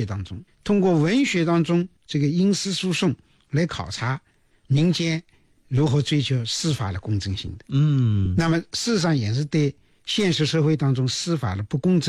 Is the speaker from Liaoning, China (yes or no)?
no; Shaoxing, Zhejiang, China; 徐文长在我家乡的，在我们绍兴有很多他的传说